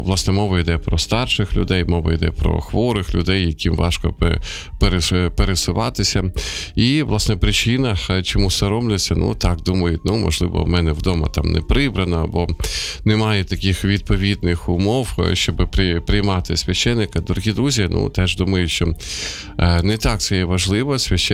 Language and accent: Ukrainian; Sumy Oblast, Ukraine; моя рідна Сумська область